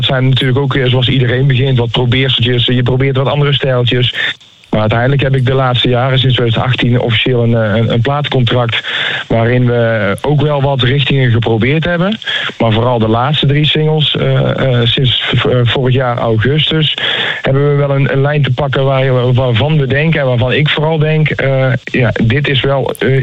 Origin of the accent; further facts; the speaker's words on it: North Brabant, Netherlands; Volgend jaar 20 jaar muzikant. Dus alweer bijna een jubileum om te vieren. Uit het altijd gezellige Brabant.